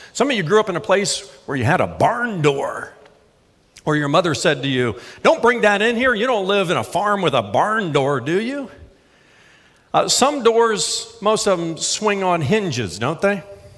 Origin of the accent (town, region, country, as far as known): Indiana, United States; born or raised there